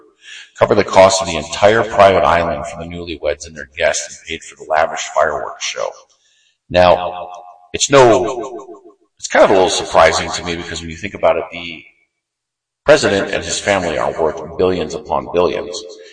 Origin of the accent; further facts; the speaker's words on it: Rochester, New York, United States; I grew up in Rochester, New York, where I boxed for 9 years of my childhood, from the age of 12 until I was 21.